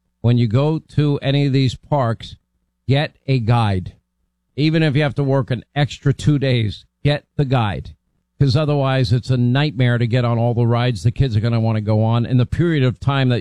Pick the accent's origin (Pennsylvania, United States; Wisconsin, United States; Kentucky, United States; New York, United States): New York, United States; now in Florida, United States; And the beauty is, like, where I grew up in Long Island, you know, we'd go to places, a place called Jones Beach or Point Lookout Beach